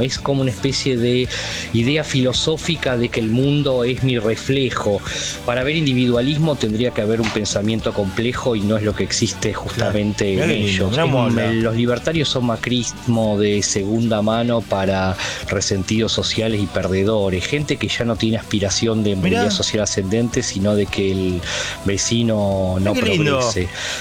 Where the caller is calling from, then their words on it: Buenos Aires, Argentina; de Balvanera.